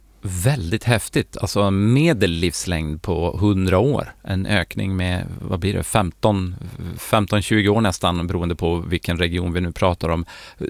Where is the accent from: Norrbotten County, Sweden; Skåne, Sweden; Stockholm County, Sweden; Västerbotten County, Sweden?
Norrbotten County, Sweden; eftersom jag är norrbottning.